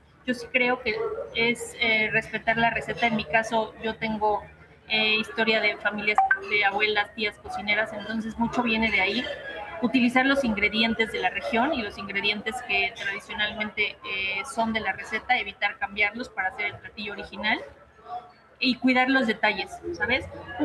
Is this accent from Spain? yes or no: no; Puebla, Mexico; nos representa no solo como poblanos, sino también como mexicanos.